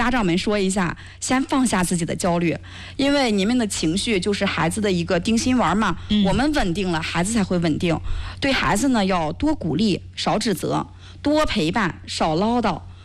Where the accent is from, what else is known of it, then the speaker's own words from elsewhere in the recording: Hebei, China; 比方咱们河北人嘛，关注一下咱河北的一些乡土地理，咱们家乡的地形啊、气候、农业、交通还有民俗